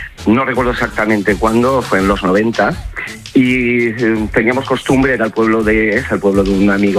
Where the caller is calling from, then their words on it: Castellón de la Plana, Valencian Community, Spain; Aquí os llamo desde Castellón